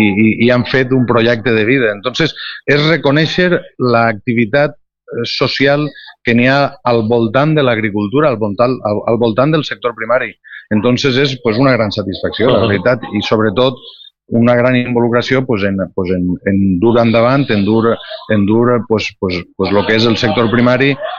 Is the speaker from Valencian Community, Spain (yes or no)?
yes; Valencian Community, Spain; sabent valencià com som valencians i estaguent conforme estem en el mig rural